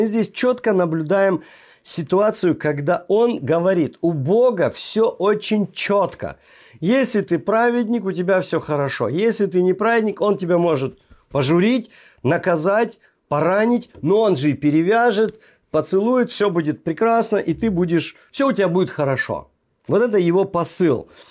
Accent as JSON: {"language": "Russian", "region": "Caucasus", "country": "Russia", "tie": "born or raised there", "said": "Я вырос на Кавказе, многонациональном Кавказе, где у нас все рядом жили, там, да, и дагестанцы, и все."}